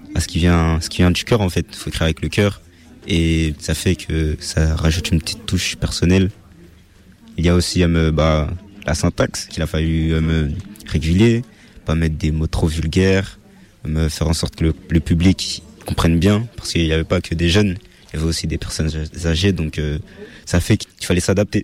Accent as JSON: {"language": "French", "town": "Crigny", "region": "Hauts-de-France", "country": "France", "tie": "born or raised there", "lives_now": "Compiègne, France", "said": "Et moi j'ai grandi à Crigny et j'ai déménagé au quartier de la VTE à Compiègne."}